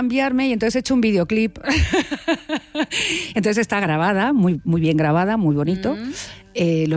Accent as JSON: {"language": "Spanish", "town": "Madrid", "region": "Community of Madrid", "country": "Spain", "said": "Soy de Madrid."}